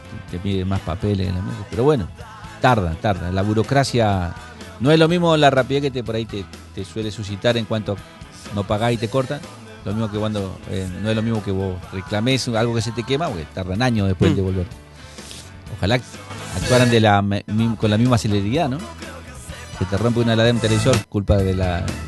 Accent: Santa Fe, Argentina; somos santafesinos de segunda categoría. Nosotros acá en el norte tenemos un montón de dificultades básicas

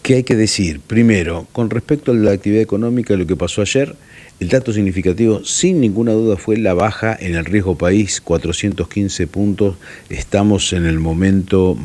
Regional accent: Argentina

